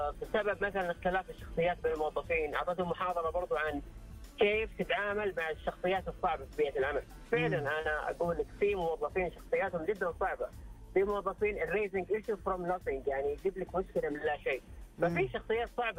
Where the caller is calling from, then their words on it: Riyadh, Riyadh Province, Saudi Arabia; أكلمك حبيبي من الرياض.